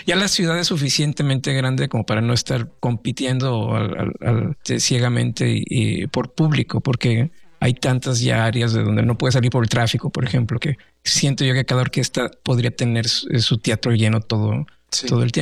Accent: Monterrey, Nuevo León, Mexico; moved away as an adult; also born or lived in Mexico City / Texas / Indiana / New York; now in Los Angeles, United States; estamos en Monterrey, crecimos en Monterrey. Monterrey no era tierra fértil y tenemos una gran ciudad hoy en día. Estamos en medio del desierto prácticamente.

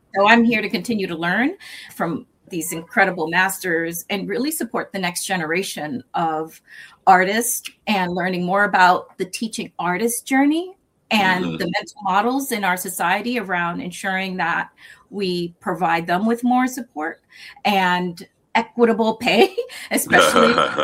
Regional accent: Massachusetts, United States; Massachusetts.

